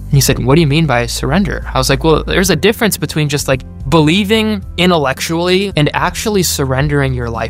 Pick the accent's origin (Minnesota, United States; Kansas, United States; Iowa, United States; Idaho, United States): Minnesota, United States; now in San Diego, United States; one of my high school friends that I grew up in Minnesota, had moved 20 minutes away from me to San Diego, California.